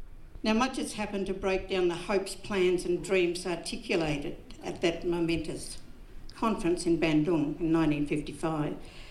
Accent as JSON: {"language": "English", "region": "New South Wales", "country": "Australia", "said": "I can't say our, I'm not an Australian, I'm Gomeroi, Uluroi, Bigumbal."}